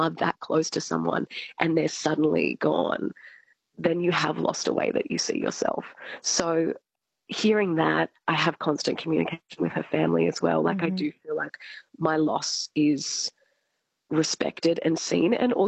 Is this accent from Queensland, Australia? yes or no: no; Albury, New South Wales, Australia; In Albury Wodonga, so I'm from Albury, yes